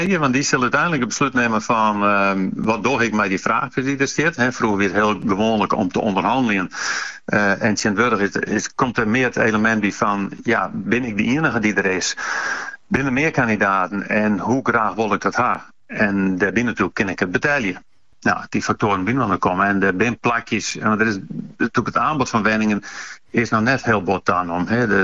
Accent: Friesland, Netherlands; Nee, we zijn Fries natuurlijk al een beetje hoos.

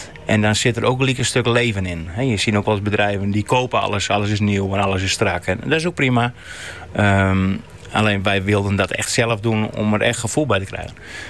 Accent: Sneek, Friesland, Netherlands; also born or lived in Iesbrechtum; Kijk, ik kom uit Sneek. En ik ben geboren in Iesbrechtum en op mijn 7e naar Sneek verhuisd.

